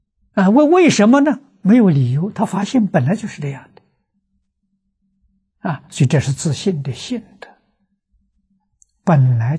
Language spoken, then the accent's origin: Chinese; China; 这个帝是忉利天主，我们中国人叫玉皇大帝啊